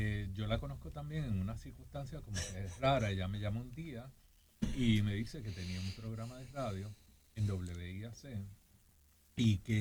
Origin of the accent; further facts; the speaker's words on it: San Juan, Puerto Rico; De Atorrey, de Floral Park.